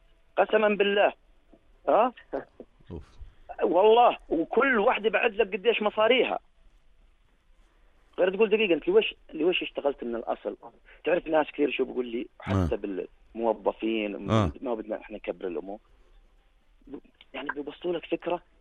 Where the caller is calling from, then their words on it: Karak Governorate, Jordan; وهنا عندنا بالكرك